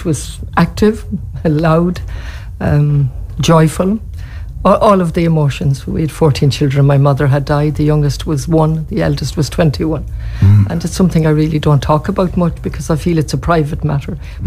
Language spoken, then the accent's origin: English; Galway, Connacht, Ireland; I came from Shantala, which was a local authority estate